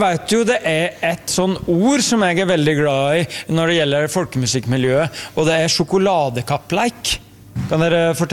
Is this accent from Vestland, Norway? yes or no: no; Bø, Vestfold og Telemark, Norway